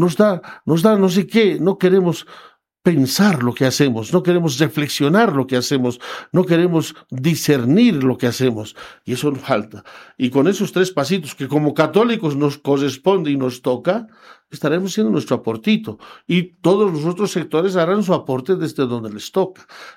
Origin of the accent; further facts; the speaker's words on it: Bolivia; yo soy boliviano